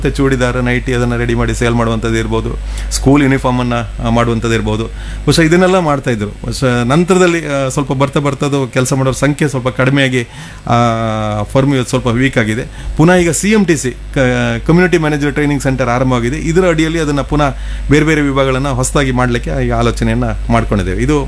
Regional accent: Udupi district, Karnataka, India

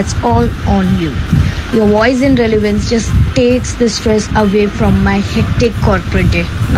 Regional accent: Delhi, India; I'm from Delhi.

